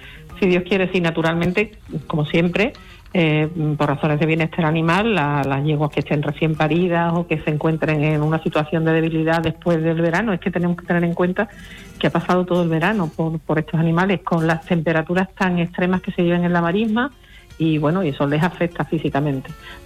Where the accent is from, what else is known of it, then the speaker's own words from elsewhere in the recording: Hinojos, Andalusia, Spain; Yo soy sobre todo hinojera y me siento muy, muy orgullosa de mi pueblo